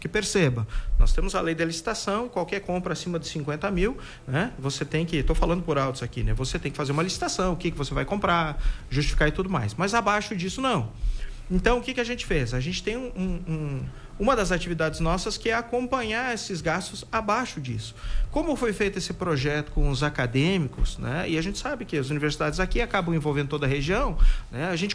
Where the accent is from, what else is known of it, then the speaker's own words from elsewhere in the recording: Maravilha, Santa Catarina, Brazil; moved away as an adult; now in Pinhalzinho, Brazil; eu não sou natural aqui de Pinhalzinho, sou de Maravilha, mas vim para cá 2002, 2003.